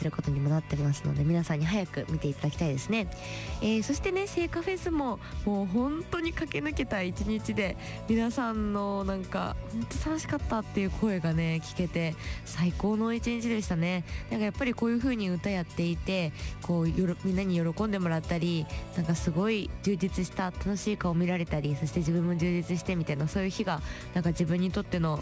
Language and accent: Japanese; Mito, Ibaraki, Japan; 私も地元でね、ずっと水戸に住んでるので、本当にふるさとといったら水戸だし、水戸のこの景色が大好きだし